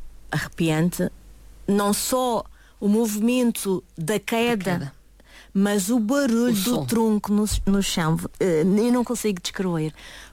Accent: Porto Santo, Madeira, Portugal; born or raised there

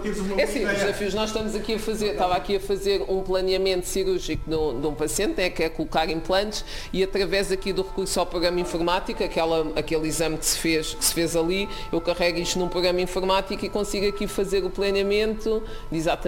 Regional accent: Amora, Setúbal, Portugal; also born or lived in England; Os meus pais são de Cabo Verde, mas eu nasci aqui na Amora, nasci aqui perto, cresci aqui. E então depois tive uns anos em Inglaterra, depois de acabar o curso, e voltei em 2011

